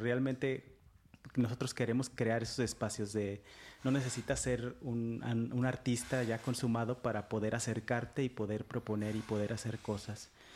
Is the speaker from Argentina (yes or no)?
no; Mexico; now in Ferrol, Spain; nosotros somos mexicanos, ya se nos escucha. Y llegamos aquí y nos enamoramos realmente de la cultura gallega.